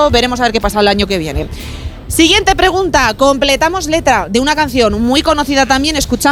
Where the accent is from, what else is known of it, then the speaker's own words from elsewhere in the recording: Burgos, Castile and León, Spain; somos de Burgos